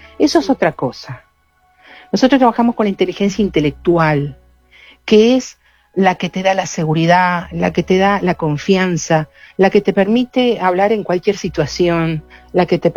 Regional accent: San Gregorio de Polanco, Tacuarembó, Uruguay; also born or lived in Montevideo; yo nací en Montevideo y pasé mi primera infancia en Tacuarembó, en San Gregorio de Polanco.

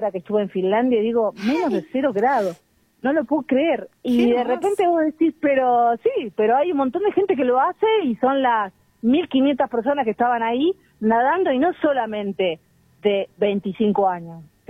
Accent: Mar del Plata, Buenos Aires Province, Argentina; now in Patagonia, Argentina

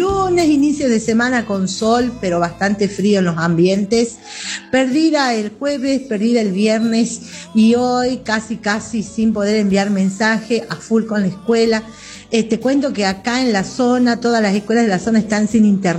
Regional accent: Argentina; a cantar el himno como verdaderos argentinos que somos.

